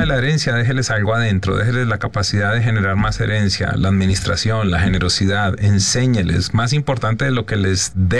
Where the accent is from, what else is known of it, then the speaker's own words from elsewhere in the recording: Colombia; México y Colombia, mi país de origen